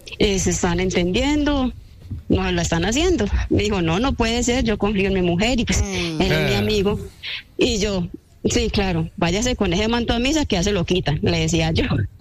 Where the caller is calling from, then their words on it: Medellín, Antioquia, Colombia; Yo soy de Medellín